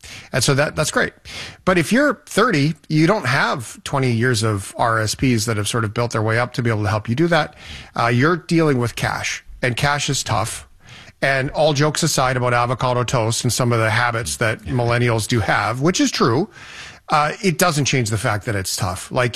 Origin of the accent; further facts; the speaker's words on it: Alberta, Canada; I'm from Alberta, where there isn't land transfer tax.